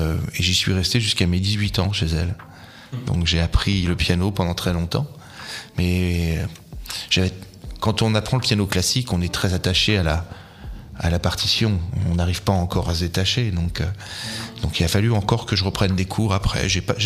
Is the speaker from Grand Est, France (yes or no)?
yes; Troyes, Grand Est, France; Alors, moi je suis né à Troyes. J'ai grandi à Troyes, j'ai fait mes écoles à Sainte-Savine, Saint-André, puis à nouveau à Sainte-Savine pour le lycée.